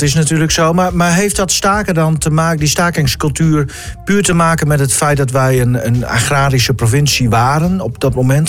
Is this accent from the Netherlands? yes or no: yes; Groningen, Netherlands; Want zijn wij als Groningers een beetje een stakingsvolk?